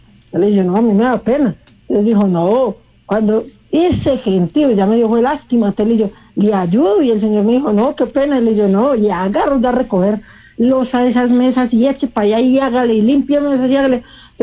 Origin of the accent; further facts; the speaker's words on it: Manizales, Caldas, Colombia; Yo soy de Manizales, Caldas. La ciudad.